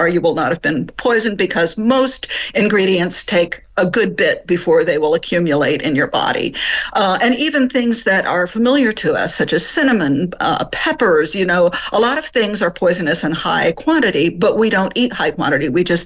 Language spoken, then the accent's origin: English; Appalachia, United States; born or raised there; also born or lived in France